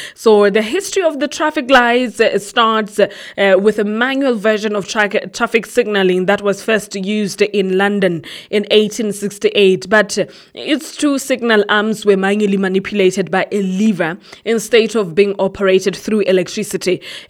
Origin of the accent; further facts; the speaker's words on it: Quthing, Lesotho; moved away as an adult; now in Maseru, Lesotho; I grew up in Kuting. I spent my whole life in Kuting, and now all of a sudden it's a change of scenario.